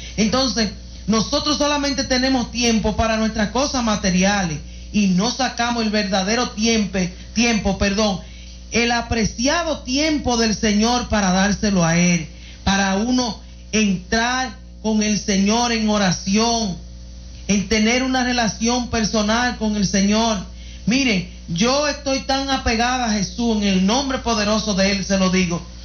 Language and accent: Spanish; Santiago de los Caballeros, Santiago, Dominican Republic; si estamos en Santiago, si somos santiagueros aquí?